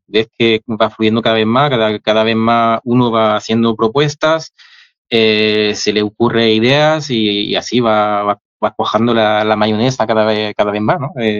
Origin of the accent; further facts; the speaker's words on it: France; Spanish is a second language; porque yo soy francés, empecé con el piano clásico